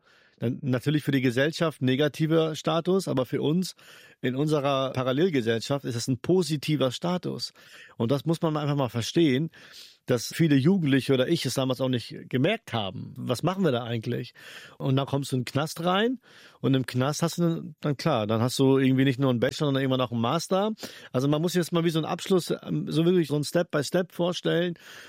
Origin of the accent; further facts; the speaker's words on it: Hamburg, Germany; born there; ich bin Billstedter, ich bin Garstedter. Das war damals in Hamburg oder immer noch, ne? Sehr prägend.